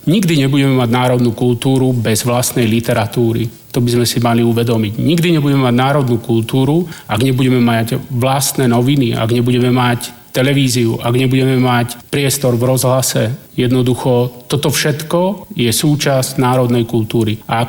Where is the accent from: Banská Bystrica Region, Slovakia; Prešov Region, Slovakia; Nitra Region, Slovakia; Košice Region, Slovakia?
Banská Bystrica Region, Slovakia; Detva; ja som z Detvy vlastne. Naša rodina, môj rod, boli medzi prvými tromi rodmi, ktorí prišli a založili vlastne osídlenie Rómsk v Detve. My tam žijeme už viac ako 230 rokov.